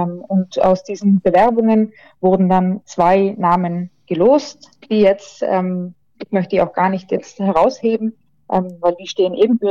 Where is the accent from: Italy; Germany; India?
Italy; Trentino-Alto Adige; in Südtirol oder als Südtiroler